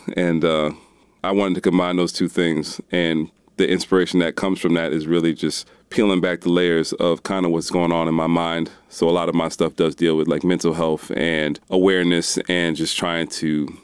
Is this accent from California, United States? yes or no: no; Liverpool, New York, United States; now in Durham, United States; Well, I didn't grow up in Durham, North Carolina, so I guess that's the first part. I actually grew up in Liverpool, Syracuse.